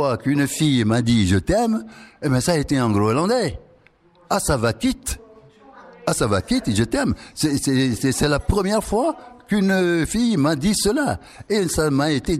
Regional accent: Togo; now in Greenland; Je n'ai jamais vu ça chez moi au Togo.

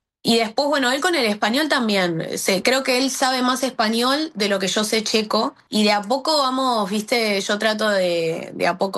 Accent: Argentina

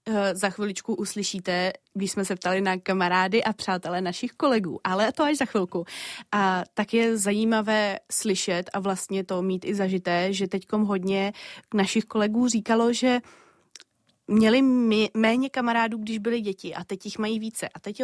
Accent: Prague, Czechia; protože jsem Pražačka.

